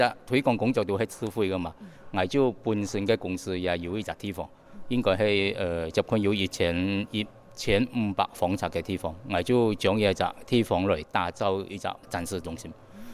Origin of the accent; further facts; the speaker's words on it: Malaysia; 啊，仲有我哋馬來西亞人食款喜歡係一樣東西，客家娘酒。